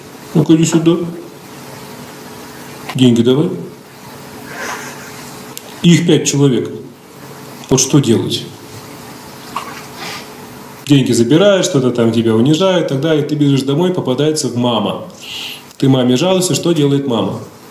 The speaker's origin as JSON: {"language": "Russian", "town": "Komsomolsk-on-Amur", "region": "Khabarovsk Krai", "country": "Russia", "tie": "born or raised there", "said": "Я вырос в Комсомольске-на-Амуре."}